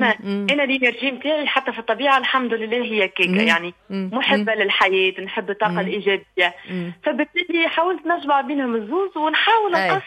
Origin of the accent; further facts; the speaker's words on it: Tunisia; accent: Tunisian; كما نقولوا بلهجتنا التونسية